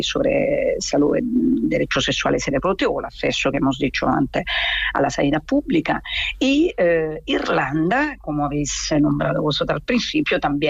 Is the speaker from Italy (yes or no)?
yes; Italy; accent: Italian; Spanish is a second language; moved away; Como se puede notar de mi acento, yo soy italiana.